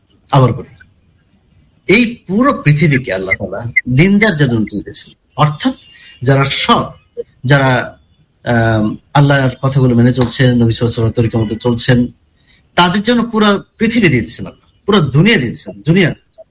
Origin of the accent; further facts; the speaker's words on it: Kushtia, Khulna Division, Bangladesh; আমার ঠিকানা, আমার পরিচয়, আমার পূর্ব পরিচয়, যেটা আমার গ্রামের বাড়ি কুষ্টিয়ার ঠিকানা